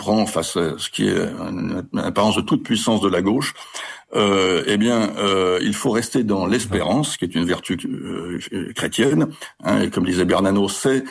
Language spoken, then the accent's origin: French; Lyon, Auvergne-Rhône-Alpes, France; vous savez que je suis lyonnais